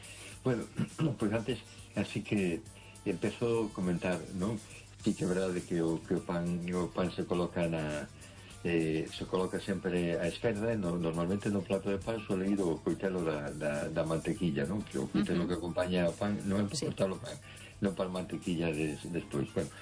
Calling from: A Coruña, Galicia, Spain

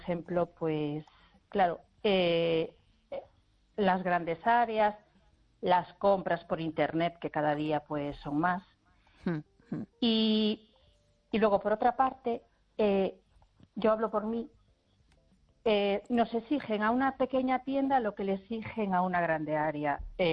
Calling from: A Coruña, Galicia, Spain; de Coruña.

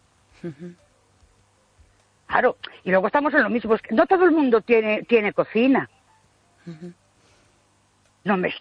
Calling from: Ourense, Galicia, Spain; de Ourense otra vez.

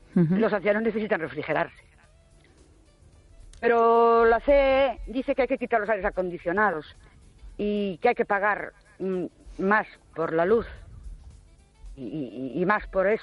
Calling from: Ourense, Galicia, Spain; Buenas noches … de Ourense.

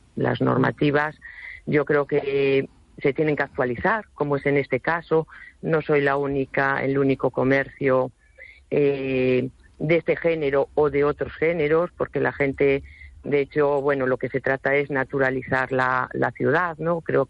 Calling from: A Coruña, Galicia, Spain; soy la propietaria del Rincón Verde de La Coruña

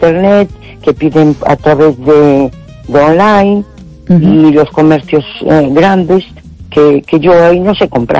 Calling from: A Coruña, Galicia, Spain; de Coruña.

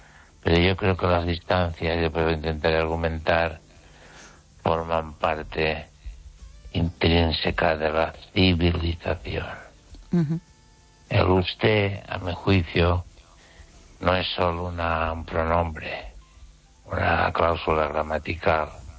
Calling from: Catalonia, Spain; desde Cataluña.

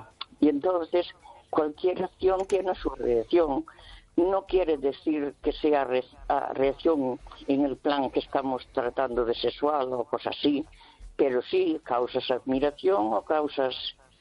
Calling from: Santiago de Compostela, Galicia, Spain; de Santiago.

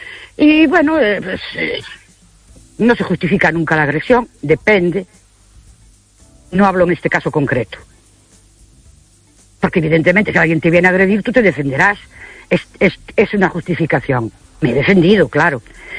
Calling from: Ourense, Galicia, Spain; de Urense otra vez.

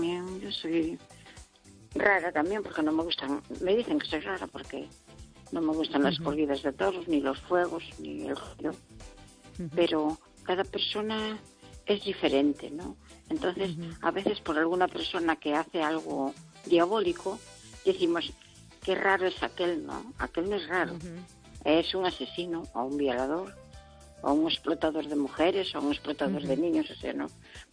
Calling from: Pontevedra, Galicia, Spain; Buenas noches … de Pontevedra.

